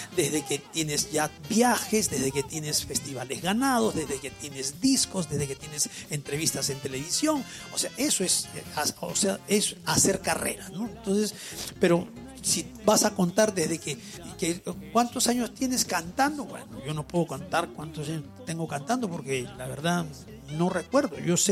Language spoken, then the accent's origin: Spanish; Piura, Peru; moved away; vengo de Piura